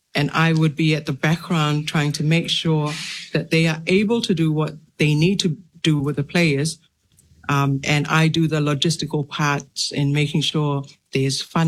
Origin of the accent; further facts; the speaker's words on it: Nuku'alofa, Tongatapu, Tonga; living and growing up in Nukualofa, the main cities, and going out to the outer islands and the rural areas.